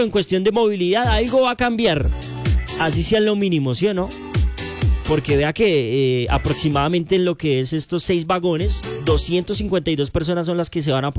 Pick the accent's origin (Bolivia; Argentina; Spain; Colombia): Colombia; Bogotá; y yo que soy rolo, me molesto cuando dicen que es que, que aquí no tienen cultura ciudadana.